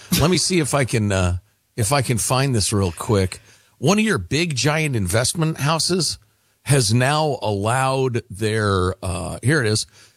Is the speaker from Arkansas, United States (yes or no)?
no; Chicago, Illinois, United States; I grew up in Chicagoland. There are tons of Polish people and Slavs and Serbs and all sorts of people.